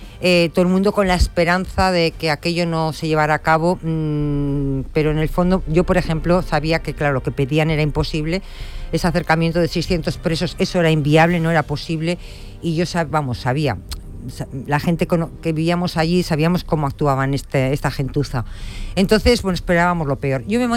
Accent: Bilbao, Basque Country, Spain; Yo, como vasca que soy, de Bilbao

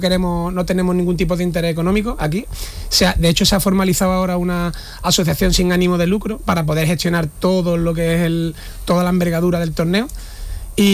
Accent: Jerez de la Frontera, Andalusia, Spain; soy un amante de Jerez, soy de aquí de Jerez, pero es que aparte me encanta Jerez

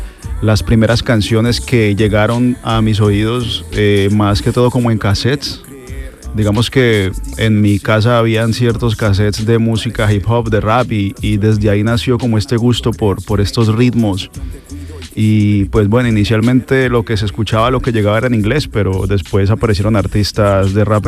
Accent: Cali, Valle del Cauca, Colombia; Yo soy caleño, de Cali, Colombia.

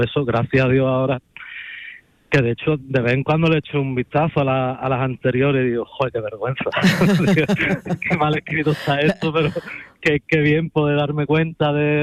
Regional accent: Cádiz, Andalusia, Spain; tirando pa casa, pa Cádiz

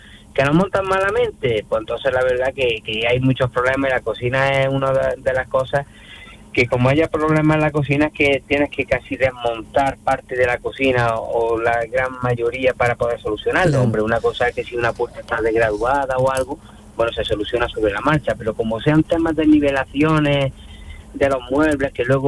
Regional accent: Granada, Andalusia, Spain; Somos de Granada.

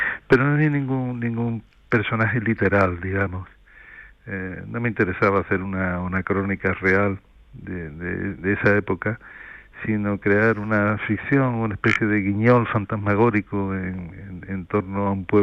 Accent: Rota, Andalusia, Spain; preferí usar el nombre real de donde transcurre la acción, que es aquí en Rota, en mi pueblo.

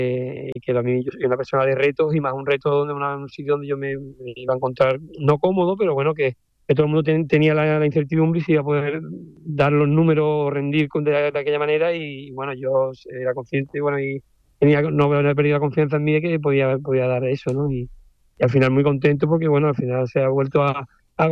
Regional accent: Cártama, Andalusia, Spain; Yo soy de Cártama, de Málaga, sí.

